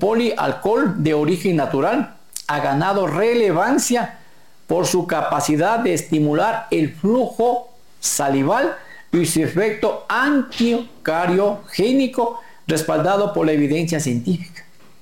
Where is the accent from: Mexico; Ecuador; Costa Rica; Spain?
Ecuador; en mi país, Ecuador, es el país más lindo para los feriados